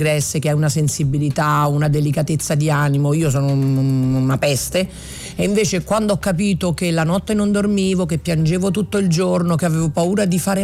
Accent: Switzerland; io che sono svizzera, che anche nel mio lavoro arrivo sempre con la memoria

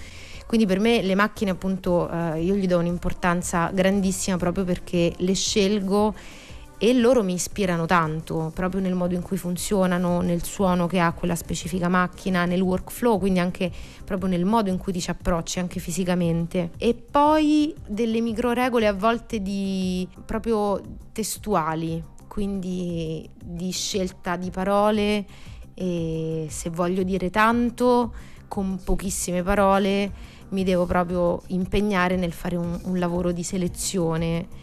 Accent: L'Aquila, Abruzzo, Italy; now in Rome, Italy; Sono dell'Aquila, ma ormai vivo da metà vita a Roma, quindi quasi adottata.

